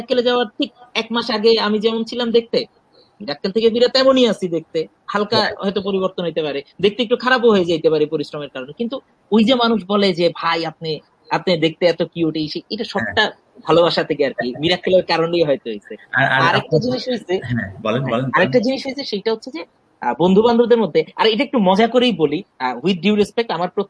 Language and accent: Bangla; Dhaka, Dhaka Division, Bangladesh; আমি আসলে ঢাকাতেই বড় হয়েছি, এবং আমার আমার জীবন যাপন, আমার চিন্তা ভাবনা, আমার কথাবার্তা, আমার জোক, আমার লেখালেখি সব জায়গায় আসলে ঢাকাটাই বেশি।